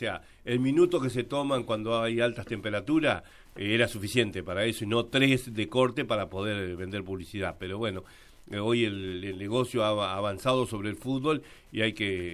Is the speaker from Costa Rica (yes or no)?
no; Argentina